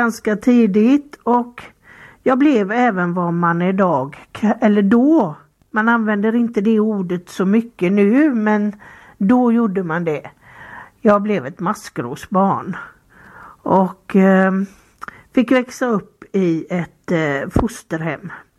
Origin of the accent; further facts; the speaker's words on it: Lamdala, Sweden; Jag växte upp i Lamdala. Och fick väldigt tidigt gå på Frälsningsarméns söndagsskola.